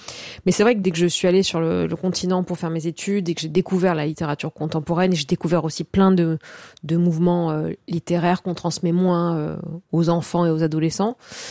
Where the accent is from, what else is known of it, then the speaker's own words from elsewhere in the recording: Corsica, France; Puisque moi je suis donc originaire de Corse et de moyenne montagne, de Castagniccia.